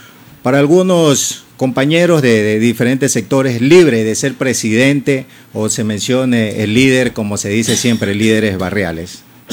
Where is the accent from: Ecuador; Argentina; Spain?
Ecuador; Esmeraldas; Yo soy del sector de La Propicia 2, en el cual siempre he representado diferentes sectores de los barrios